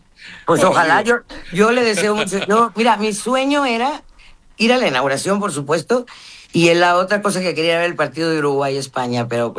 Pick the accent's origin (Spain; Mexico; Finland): Mexico; los mexicanos nos gusta también esto de cambiarnos de camiseta cuando hace falta